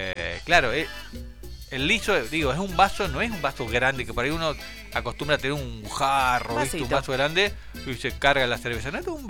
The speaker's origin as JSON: {"language": "Spanish", "region": "Santa Fe", "country": "Argentina", "said": "Yo soy de Santa Fe"}